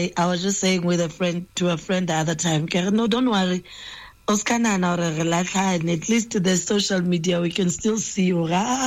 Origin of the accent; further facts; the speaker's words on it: Northern Cape, South Africa; now in Johannesburg, South Africa; Born and raised in the Northern Cape.